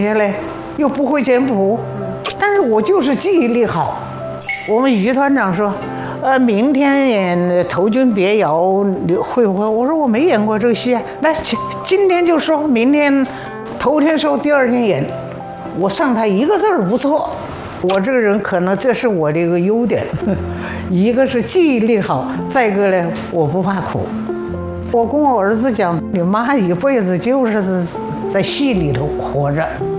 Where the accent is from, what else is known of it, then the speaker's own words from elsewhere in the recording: Songzi, Hubei, China; born there; moved away as an adult; also born or lived in Zhijiang, Yichang, Hubei; 要说我的出生地是宜昌地区枝江。哦，我十岁到松滋